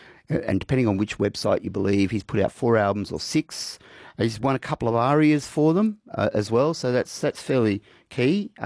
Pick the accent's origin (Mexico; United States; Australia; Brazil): Australia; But yeah, The Straits is it was a crime drama, but being Aussie, of course, darkly funny.